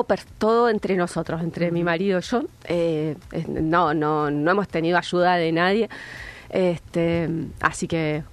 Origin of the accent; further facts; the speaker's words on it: Bahía Blanca, Buenos Aires Province, Argentina; born there; now in Puerto Madryn, Argentina; yo soy nacida en Bahía